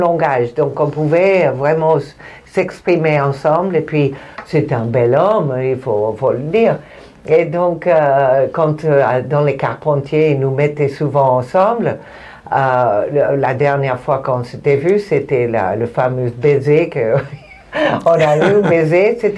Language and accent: French; Mexico; parce que moi je viens du Mexique, il est parlé espagnol et moi aussi